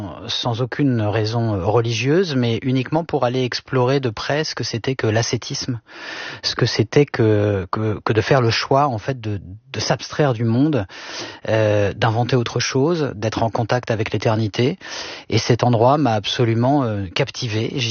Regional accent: Le Havre, Normandy, France; moi je suis né au Havre, j'ai passé mon enfance et mon adolescence en Normandie

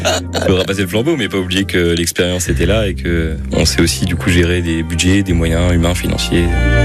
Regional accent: Béthune, Hauts-de-France, France; j'ai 21 ans, je viens de Béthune.

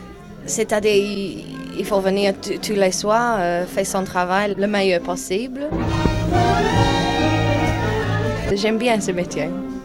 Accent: New Zealand; Oui. Je viens de Nouvelle-Zélande. Parce que déjà je suis très grande et j'avais fait la danse classique.

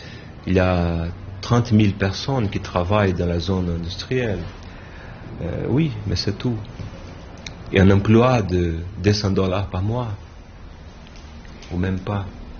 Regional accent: Manaus, Amazonas, Brazil; je déteste Manaus, mais c'est ma ville natale

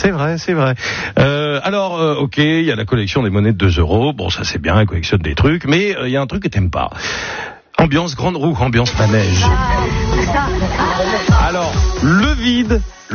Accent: Auvergne-Rhône-Alpes, France; Je suis Auvergnat, je te rappelle.

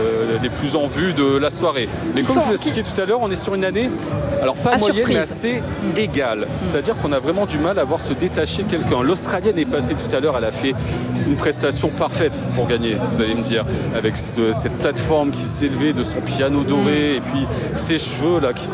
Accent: France

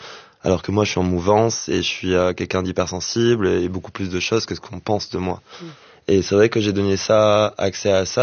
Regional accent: Réunion; je l'ai lu sur la plage à La Réunion, parce que je viens de La Réunion

